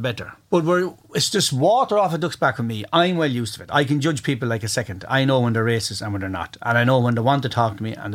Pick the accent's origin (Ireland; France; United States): Ireland; Waterford, Munster; I'm born and bred in Waterford. … Why should I have to leave my hometown and bring my son with me